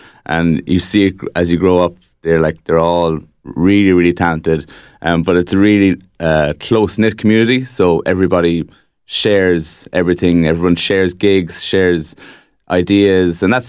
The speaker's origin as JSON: {"language": "English", "town": "Clonmel", "region": "Munster", "country": "Ireland", "said": "Well, I'm originally from Clonmel, and I hold Clonmel in very high regard, and there's a great scene there."}